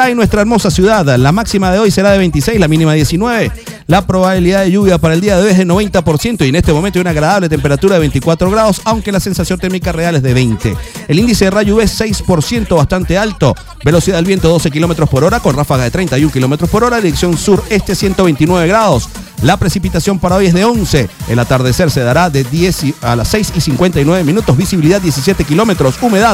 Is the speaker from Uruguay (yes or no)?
no; Puerto La Cruz, Anzoátegui, Venezuela; En mi tierra natal, allá en Puerto La Cruz, en el estado Anzoátegui, 34 para la máxima, 23 para la mínima, probabilidad de lluvia de un 97%.